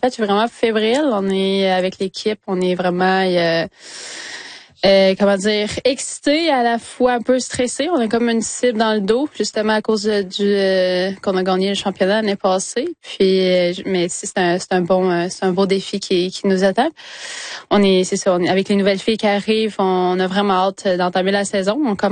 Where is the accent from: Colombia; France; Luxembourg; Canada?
Canada; Wemotaci, Quebec; Nous, quand j'ai grandi à Wimantashi, justement, où on avait mon père une glace d'erreur chez nous, dans notre cour arrière.